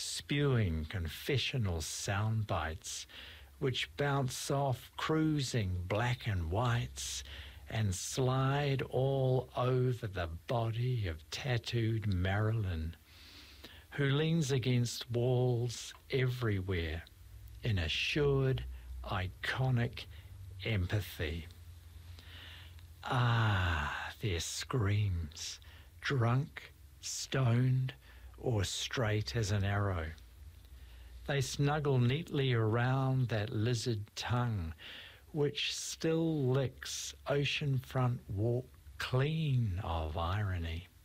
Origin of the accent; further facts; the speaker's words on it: New Zealand; I'm a Kiwi, all the way from Texas.